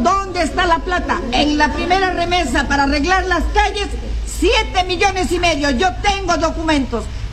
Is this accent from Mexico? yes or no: no; Bellavista, Peru; nacida y criada en Bellavista, a mucha honra